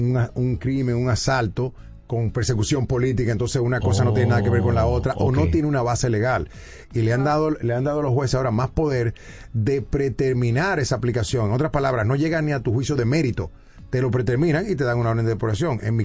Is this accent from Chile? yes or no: no; Colombia; yo soy colombiano, pero también soy argentino.